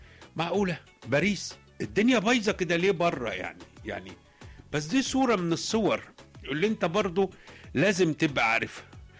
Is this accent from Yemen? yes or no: no; Egypt